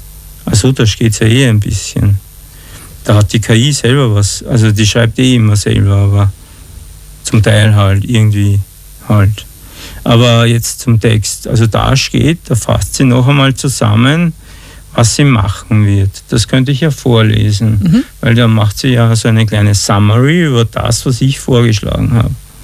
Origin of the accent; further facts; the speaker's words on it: Austria; Und plötzlich sind wir Österreicher alle Sieger